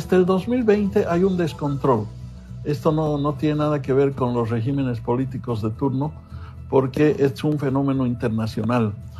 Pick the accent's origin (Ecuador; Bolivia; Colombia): Bolivia